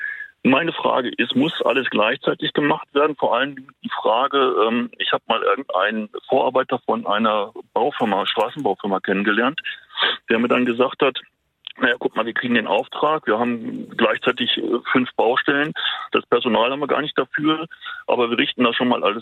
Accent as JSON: {"language": "German", "town": "Cologne", "region": "North Rhine-Westphalia", "country": "Germany", "said": "Und ich bin natürlich als Kölner auch betroffen von dieser Bonner Nordbrücke."}